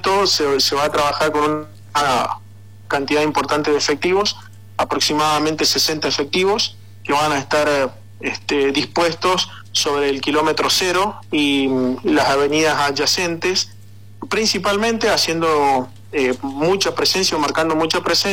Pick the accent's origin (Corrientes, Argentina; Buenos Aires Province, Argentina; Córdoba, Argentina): Corrientes, Argentina; Paso de los Libres; conterráneo mío, porque los dos somos correntinos, de Paso de los Libres